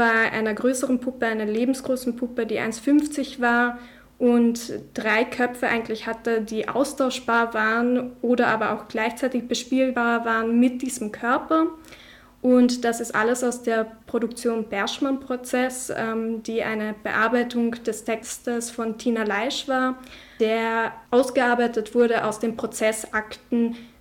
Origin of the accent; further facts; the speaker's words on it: Carinthia, Austria; Ich bin Kärntner Slowenin